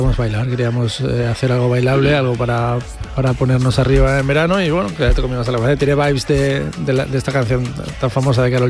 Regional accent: Valencia, Valencian Community, Spain; porque yo soy de Valencia, porque a mí me gusta ser abanderado de mi tierra.

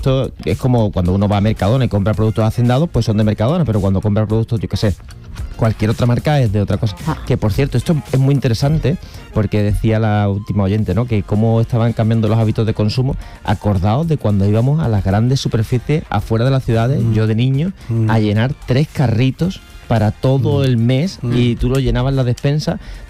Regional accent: Cádiz, Andalusia, Spain; born there; yo nací en Cádiz

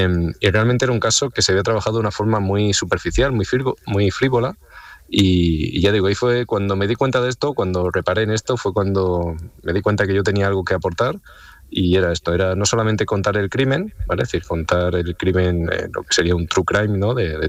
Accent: Extremadura, Spain; yo soy de Extremadura, pero no soy en concreto de la zona de La Serena.

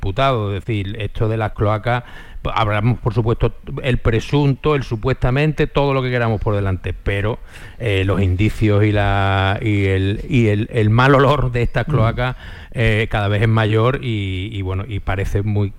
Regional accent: Spain; como español y como ciudadano

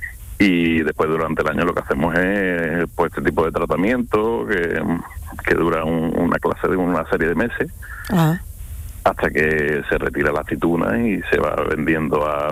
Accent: Seville, Andalusia, Spain; Pues yo soy de Sevilla, nosotros de Sevilla.

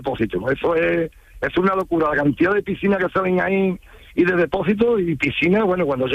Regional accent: Coria del Río, Andalusia, Spain; now in Casariche, Spain; yo ahí en mi pueblo, en Coria, ¿no? Pues la típica palabra churrita, donde me fui a vivir a Casariche, a la Sierra Sur de Sevilla.

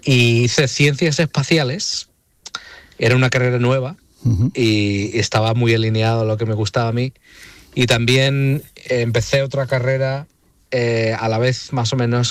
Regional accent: Málaga, Andalusia, Spain; born there; Pues mira, yo nací en Málaga porque con mi padre siendo piloto y mi madre azafata, mi madre nació en Málaga también y toda su familia estaba allí.

